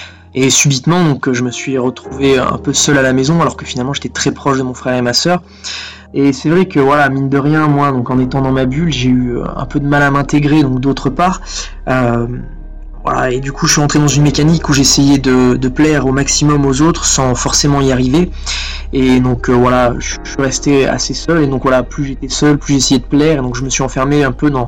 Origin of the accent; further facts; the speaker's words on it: Villard-de-Lans, Auvergne-Rhône-Alpes, France; also born or lived in Chamonix; Moi, je suis né à Chamonix, donc à la montagne. Et très vite, donc à l'âge de mes 4 ans, on a déménagé avec ma famille à Villard-de-Lans. Donc mes parents, j'ai eu la chance d'avoir des parents chrétiens donc, qui aimaient et servaient le Seigneur.